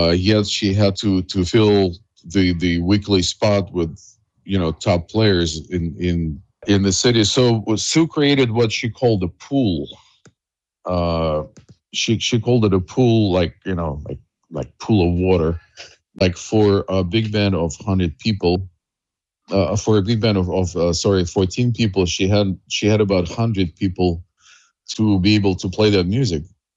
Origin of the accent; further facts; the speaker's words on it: Moscow, Russia; moved away as an adult; now in New York, United States; In Soviet Union, in Moscow, where I was born and studied and lived and went to the army and all other things